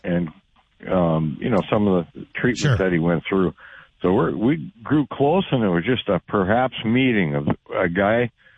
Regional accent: Grand Forks, North Dakota, United States; I'm from Grand Forks.

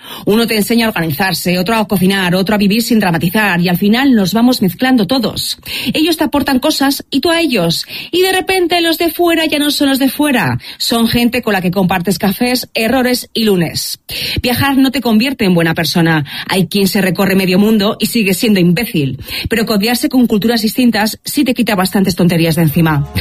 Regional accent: Madrid, Community of Madrid, Spain; Soy Castellana de Madrid

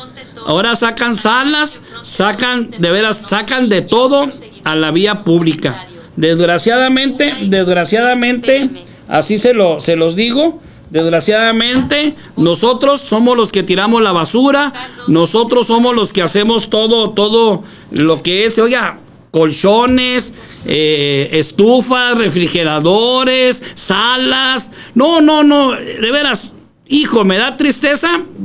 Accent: Ciudad Juárez, Chihuahua, Mexico; also born or lived in Mexico City; Ni yo no nací en Juárez, señora, yo nací en México, aquí me crié.

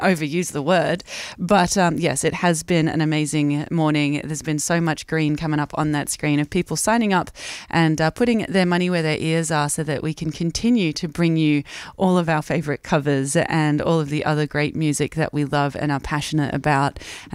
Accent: Castlemaine, Victoria, Australia; Castlemaine, hey, my hometown

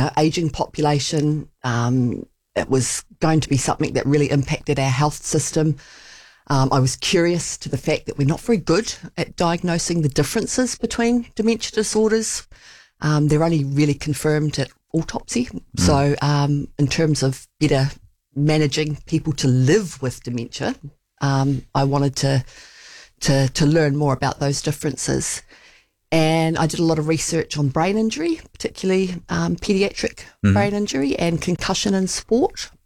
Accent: Southland, New Zealand; accent: rolled R's; moved away as an adult; now in Christchurch, New Zealand; I grew up in Southland. I still roll my R's, as you can hear.

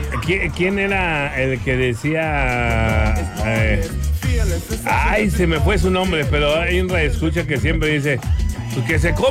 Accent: Hidalgo, Mexico; Ahí de pulque y barbacoa en mi tierra Hidalgo.

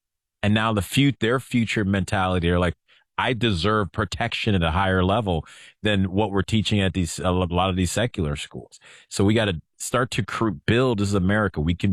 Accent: Chicago, Illinois, United States; I grew up in Chicago

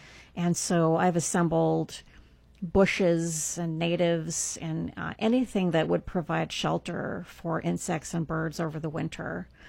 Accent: England, United Kingdom; Well, I was born in England. My dad was in the Air Force.

